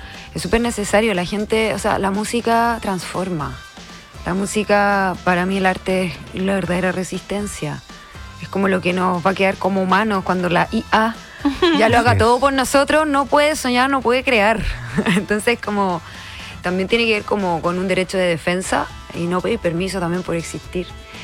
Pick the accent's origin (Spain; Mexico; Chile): Chile; Santiago, Santiago Metropolitan Region; moved away as an adult; also born or lived in Valparaíso; now in Papudo, Chile; yo en verdad soy de la ciudad, soy de Santiago, vivo hace 7 años en Papudo y de ahí desarrollo mi trabajo